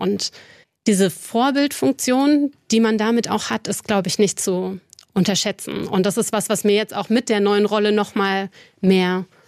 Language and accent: German; Bavaria, Germany; born there; moved away; also born or lived in Mannheim; Und habe da meine ersten Lebensjahre auch verbracht. Und dann sind wir aus familiären Gründen zur Familie meiner Mama nach Oberfranken, nach Bayern gezogen. Und ich habe meine Ferien aber immer hier verbracht, bei meinen Großeltern am Rhein.